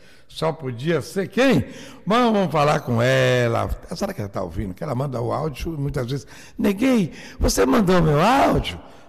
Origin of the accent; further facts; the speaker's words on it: Brazil; Sou brasileiro. Sou brasileiro.